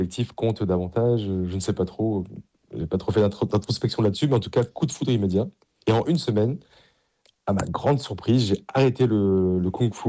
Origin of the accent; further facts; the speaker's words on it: Paris, Île-de-France, France; Alors moi, je viens d'une famille du Sud-Ouest. Et même si j'ai grandi à Paris, mais j'ai beaucoup de cousins dans le Sud-Ouest qui ont fait du rugby, qui m'en parlaient.